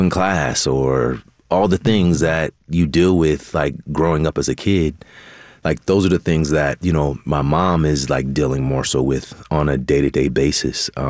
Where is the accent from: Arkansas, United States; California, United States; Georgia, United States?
California, United States; born or raised there